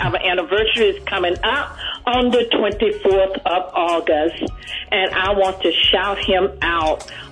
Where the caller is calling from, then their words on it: Winston, Georgia, United States; I'm calling from Winston, Georgia.